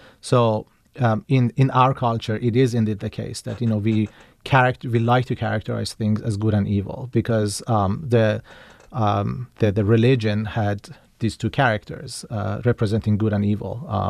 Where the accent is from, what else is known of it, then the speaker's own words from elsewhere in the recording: Iran; now in United States; the ongoing war between my home country, Iran, and also my adopted country, the United States.